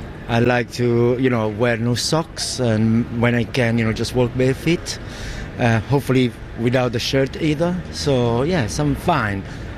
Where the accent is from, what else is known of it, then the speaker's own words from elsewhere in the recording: Naples, Campania, Italy; English is a second language; now in London, United Kingdom; I'm originally from Italy. I'm used to this weather, even though in Naples it's getting warmer and warmer.